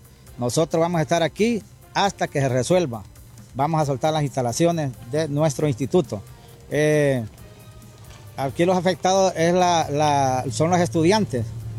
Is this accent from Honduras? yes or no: yes; Honduras; Nosotros como hondureños